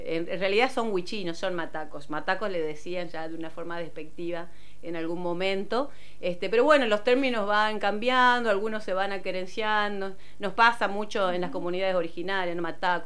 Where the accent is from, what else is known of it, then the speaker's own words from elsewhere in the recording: Colonia Santa Rosa, Salta, Argentina; Ahí en Colonia Santa Rosa hemos tenido una misión, pero toda la zona, ¿no? Pichaná, Lorán, está llena de comunidades guaraníes. Y son parte también de mi identidad.